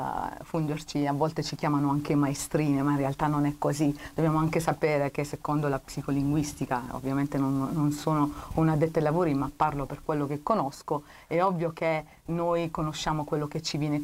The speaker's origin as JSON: {"language": "Italian", "town": "Taranto", "region": "Apulia", "country": "Italy", "said": "in quanto anche Pugliese e Tarantina"}